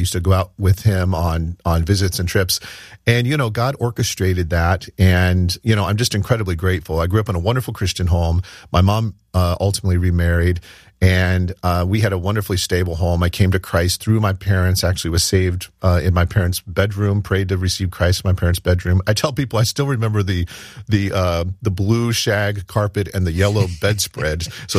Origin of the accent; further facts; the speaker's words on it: Dayton, Ohio, United States; also born or lived in Key West, Florida; we moved from Key West, Florida, where he was stationed, all the way up to Dayton, Ohio, where my grandparents had retired.